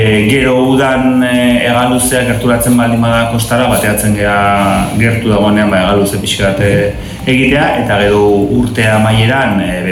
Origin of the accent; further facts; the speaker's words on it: San Sebastián, Basque Country, Spain; nik egia Donostiko naiz, aldezarrekoa, hemen go ikastolan ikasia